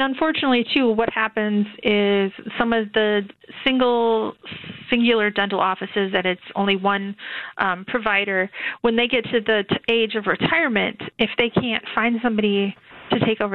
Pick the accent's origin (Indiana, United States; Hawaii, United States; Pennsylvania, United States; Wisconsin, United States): Wisconsin, United States; Norwalk; I mean, I grew up in Norwalk, Wisconsin, which is a very small town, mm-hmm. and I moved back basically to the same area.